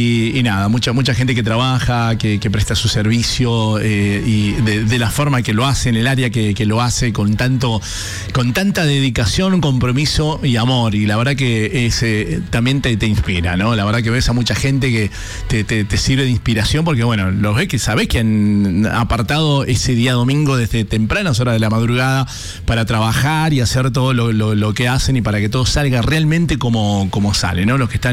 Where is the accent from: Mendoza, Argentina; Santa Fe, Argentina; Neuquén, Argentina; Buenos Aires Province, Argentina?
Mendoza, Argentina; como ciudadanos argentinos, amamos Mendoza, amamos nuestro país